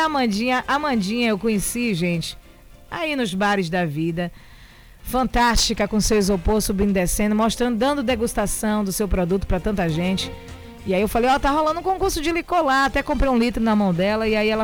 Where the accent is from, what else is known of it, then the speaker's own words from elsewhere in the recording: Brazil; a gente é brasileiro